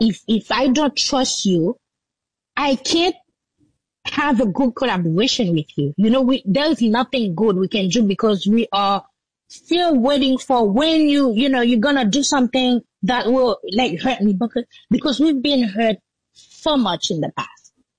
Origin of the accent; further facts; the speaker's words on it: Jacmel, Sud-Est, Haiti; English is a second language; And the road leading to my, to Jacmel, my hometown, was closed through Maltisa, which is like, you know, a very big region in Port-au-Prince.